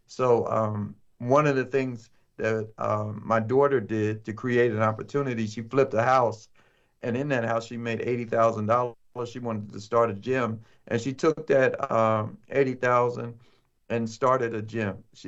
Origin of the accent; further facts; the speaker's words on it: New Jersey, United States; I'm from New Jersey, and we're not big on initiating conversation.